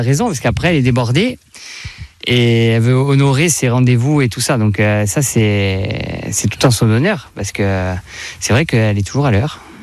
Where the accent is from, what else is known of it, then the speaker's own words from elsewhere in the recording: Lumio, Corsica, France; moved away as an adult; Je lui dis, mais moi, je suis de Loumio.